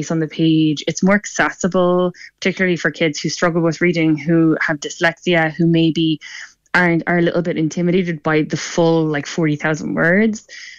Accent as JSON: {"language": "English", "town": "Sixmilebridge", "region": "Munster", "country": "Ireland", "moved": "yes", "lives_now": "Limerick, Ireland", "said": "So I'm from Six Mile Ridge in County Clare, and now I'm based in Limerick City"}